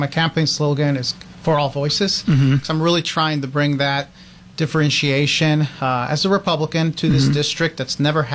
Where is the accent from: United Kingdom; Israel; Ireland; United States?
United States; West Lafayette, Indiana; also born or lived in Guatemala; so I was born in Guatemala. I uh-huh. came here when I was two, mm-hmm. in the late 70s, so I look a little younger than I really am. Mm-hmm. And I grew up in Indiana, actually.